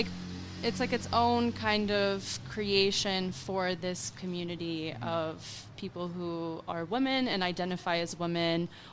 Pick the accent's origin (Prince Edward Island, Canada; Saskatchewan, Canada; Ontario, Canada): Ontario, Canada; Toronto; growing up in Toronto, you know, I was born and raised in Canada